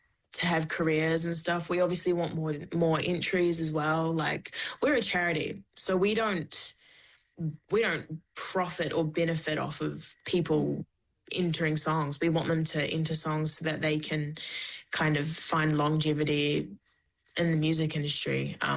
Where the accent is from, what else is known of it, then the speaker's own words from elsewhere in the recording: Clarks Beach, Auckland, New Zealand; I grew up in a town called Clark's Beach.